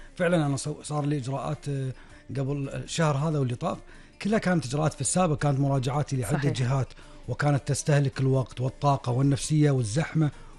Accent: Kuwait; والشباب إن شاء الله عندنا بالكويت الوعي عندهم عالي

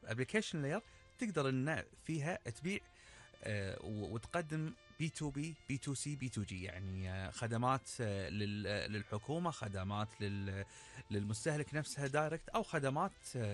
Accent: Kuwait; احنا عندنا بالكويت

